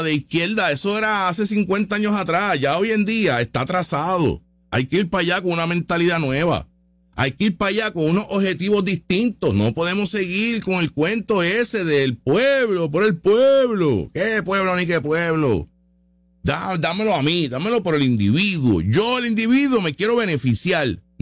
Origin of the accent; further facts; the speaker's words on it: Puerto Rico; yo como puertorriqueño